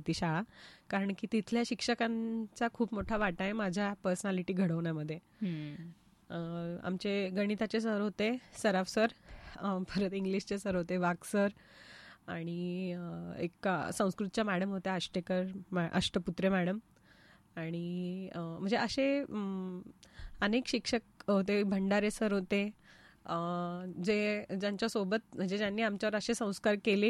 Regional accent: Aurangabad, Maharashtra, India; moved away as an adult; also born or lived in Pune; माझा जन्म, माझं शिक्षण औरंगाबादला झालं, सध्या ज्याला आपण संभाजीनगर, छत्रपती संभाजीनगर म्हणतो। माझं बालपण ही पूर्ण, माझं MSc पर्यंतचं सगळं शिक्षण हे औरंगाबादमध्येच झालं आणि लग्न झाल्यानंतरच मी औरंगाबाद सोडलं।

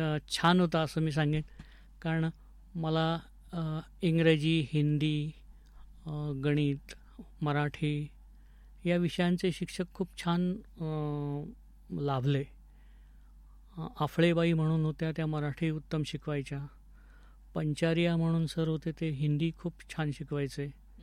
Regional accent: Ahmednagar, Maharashtra, India; born there; also born or lived in Raver, Jalgaon district, Khandesh; मी मूळचा रावेर, जिल्हा जळगाव, खान्देशमधला। माझं बालपण 9-10 वर्षापर्यंतचं तिथे गेलं, त्यानंतर मात्र मी नगरमध्येच आलो आणि नगरमध्येच वाढलो।

